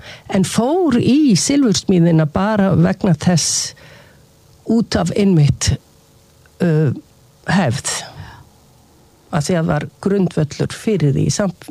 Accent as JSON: {"language": "Icelandic", "town": "Reykjavík", "region": "Capital Region", "country": "Iceland", "tie": "born or raised there", "said": "við ólumst upp á Kleppsholtinu sem þá var útkverfi undir 12-hæðablokkunum og með útsýni við flóan það var gott og maður sá lægðirnar fara yfir Reykjavík"}